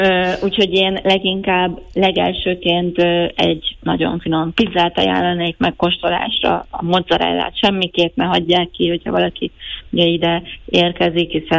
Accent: Budapest, Hungary; now in Naples, Italy; én ugye Budapesten nőttem fel

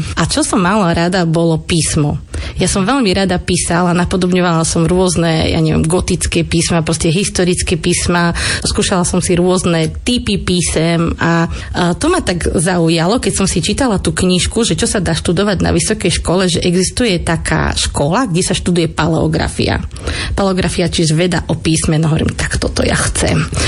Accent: Stará Ľubovňa, Prešov Region, Slovakia; Ako moji rodičia rozprávajú, ja som jediná rodina Ľubovňanka, keďže moji rodičia sú taký, nazvala by som to východniarský mix, ja sa vždy smejem, že ja som čistý Šarišan, lebo moja mamka je zo Spiša a ocko je z Abova a presne v strede je Šariš, takže som čistý Šarišan.

